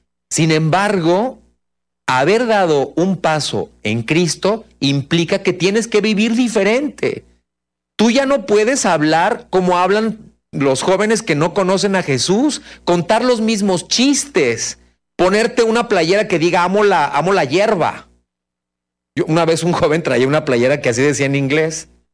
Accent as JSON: {"language": "Spanish", "country": "Mexico", "said": "Los colombianos dicen chistes verdes y los mexicanos decimos chistes rojos. Aquí todos somos mexicanos o tenemos raíces mexicanas, ¿no?"}